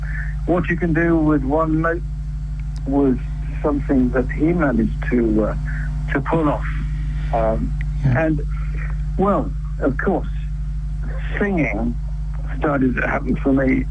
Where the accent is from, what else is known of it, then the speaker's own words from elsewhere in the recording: London, United Kingdom; And I think that the 1960s was a very good time to be growing up in London.